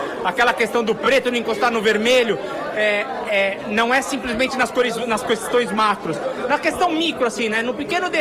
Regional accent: São Paulo, Brazil; porque eu vim de São Paulo, eu venho de uma cultura do Sudeste, então também é muito importante isso, né?

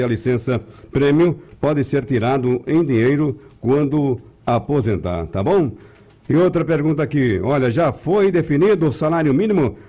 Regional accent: Caruaru, Pernambuco, Brazil; also born or lived in Jupi; Nós que fomos criados em Caruaru, nascido em Jupi, eu, né? Mais criado em Caruaru

